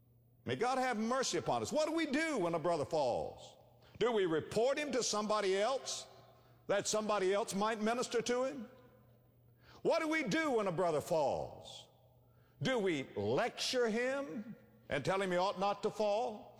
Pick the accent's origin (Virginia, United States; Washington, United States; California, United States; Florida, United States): Florida, United States; West Palm Beach; born or raised there